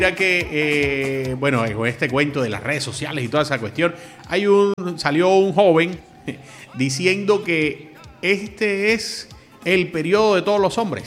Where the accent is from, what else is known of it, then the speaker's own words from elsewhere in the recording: Colombia; Claro que sí, soy hincha fiel de Junior. También sí. De nuestra Selección Colombia, claro está.